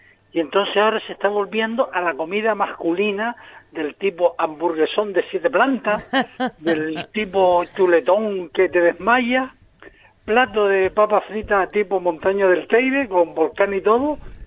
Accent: Las Palmas de Gran Canaria, Canary Islands, Spain; yo no soy canario, yo soy independentista de la Isleta.

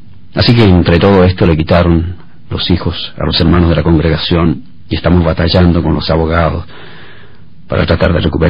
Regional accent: Chile; moved away

